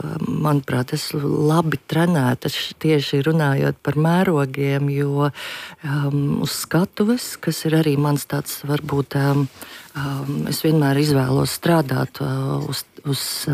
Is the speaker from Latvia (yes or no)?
yes; Jēkabpils Municipality, Latvia; Es pati nāku no Vilku kroga, un man apkārt ir Antūži un Lēmeņi un Zasa un ļoti, ļoti īpašas vietas